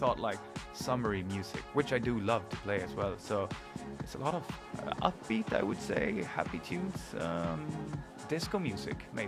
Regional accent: Laholm, Halland County, Sweden; He has a festival. Pretty much every year, back where I grew up in Laholm.

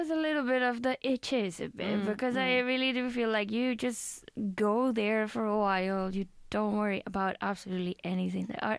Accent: Spain; English is a second language; now in Sweden; When I say I'm from Spain, people are like, "Oh, but you can stay here in Sweden,"

